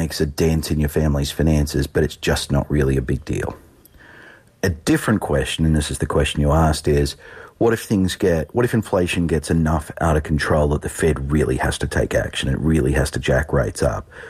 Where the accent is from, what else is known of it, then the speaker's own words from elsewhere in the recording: Australia; a more functional democracy like my home country of Australia